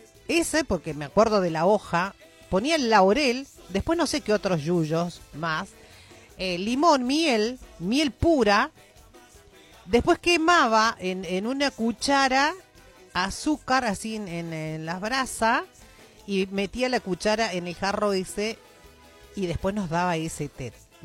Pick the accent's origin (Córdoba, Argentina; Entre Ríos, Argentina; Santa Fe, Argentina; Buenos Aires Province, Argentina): Córdoba, Argentina; Soy cordobesa